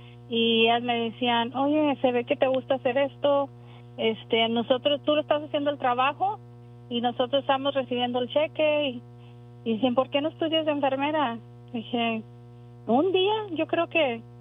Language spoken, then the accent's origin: Spanish; Texas, United States; also born or lived in Mexico; now in Washington, United States; Soy inmigrante de 5 años. Me vine de México a Texas. Ahí crecí.